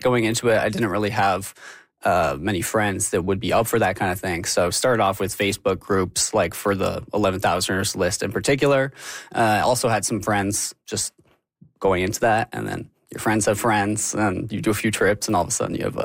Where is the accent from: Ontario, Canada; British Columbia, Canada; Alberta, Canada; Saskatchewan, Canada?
Alberta, Canada; Calgary; I grew up in Calgary, and the Canadian Rockies are just the home range.